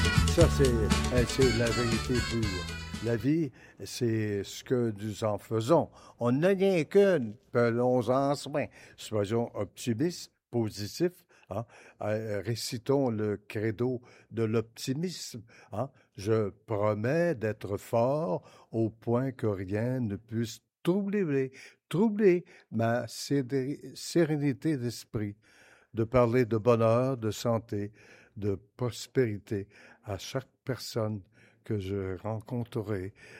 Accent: Quebec, Canada; on est Canadiens, on est Québécois.

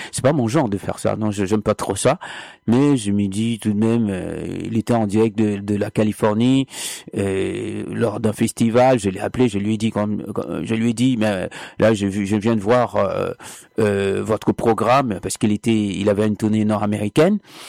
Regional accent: Haiti; now in Canada; Nous vivons au Canada et moi je suis haïtien.

